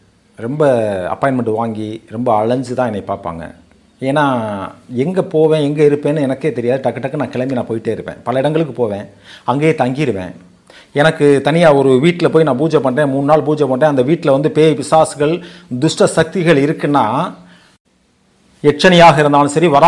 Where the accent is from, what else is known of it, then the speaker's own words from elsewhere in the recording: Ilayangudi, Tamil Nadu, India; also born or lived in Paramakudi; நான் வந்து என்னுடைய பூர்வீகம் சிவகங்கை மாவட்டத்தை சேர்ந்த இளையான்குடி அப்படிங்கிறது தான் என்னுடைய பூர்வீகம். அங்கே தான் நான் பிறந்தது. சுமார் ஒரு 12 வயசு வரைக்கும் நான் அங்கே தான் இருந்தேன்.